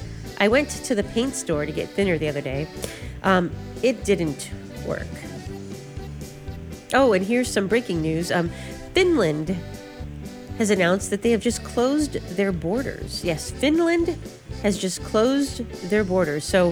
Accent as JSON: {"language": "English", "town": "Cleveland", "region": "Ohio", "country": "United States", "tie": "born or raised there", "moved": "yes", "lives_now": "Fort Worth, United States", "said": "in Cleveland, Ohio, my hometown"}